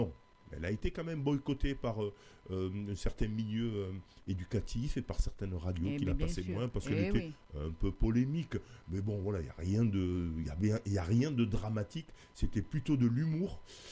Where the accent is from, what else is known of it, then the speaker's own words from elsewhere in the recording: Carcassonne, Occitanie, France; moved away; je suis de Carcassonne au départ.